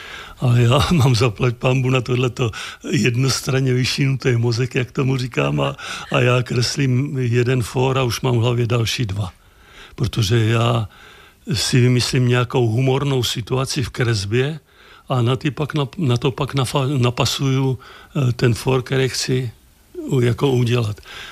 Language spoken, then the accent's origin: Czech; Náchod, Hradec Králové Region, Czechia; also born or lived in Vysokov; Jednak jsem tady chodil do školy v Náchodě. Žiju tady teďka. Narodil jsem se ve Vysokově, což spadalo pod Náchod.